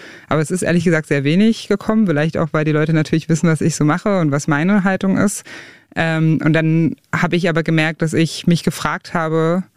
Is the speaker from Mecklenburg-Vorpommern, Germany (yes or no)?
no; Saxony-Anhalt, Germany; dass da in Teilen Ostdeutschlands und Sachsen-Anhalt und der Altmark, wo ich herkomme